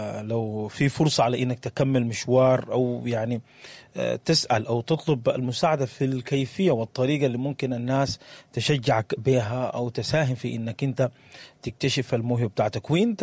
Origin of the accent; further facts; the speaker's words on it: Sudan; احنا كتار كسودانيين الحاجة دي ما قاعدين ننتبه لها